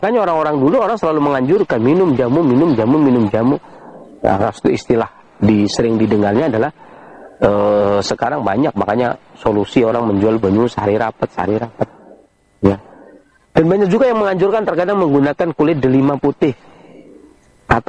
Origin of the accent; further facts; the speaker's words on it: Indonesia; negeri kita Indonesia